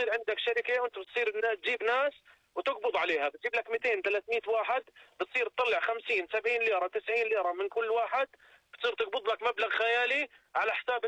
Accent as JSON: {"language": "Arabic", "country": "Jordan", "said": "يا عمي ما حدا قادر يتوصل لأي منبر من منابر الحق عندنا في الأردن صدقا"}